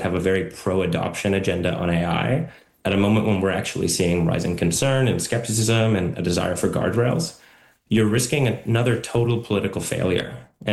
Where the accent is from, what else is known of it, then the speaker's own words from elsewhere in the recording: British Columbia, Canada; As a resident of BC and as a Canadian